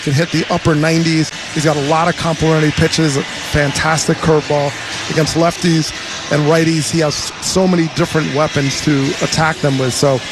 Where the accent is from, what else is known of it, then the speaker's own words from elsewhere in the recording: New Jersey, United States; I grew up in New Jersey, so I just remember that power.